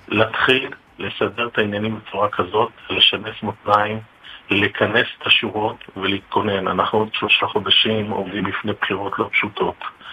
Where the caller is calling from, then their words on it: Tel Aviv, Tel Aviv District, Israel; אני גר ברמת אביב, אני גר בתל אביב